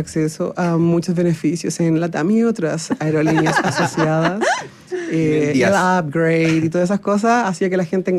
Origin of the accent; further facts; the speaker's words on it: Cauquenes, Maule, Chile; born there; moved away as an adult; also born or lived in San Carlos, Ñuble, Chile; now in Santiago, Chile; Y luego me voy a Cauquenes a los 10 años.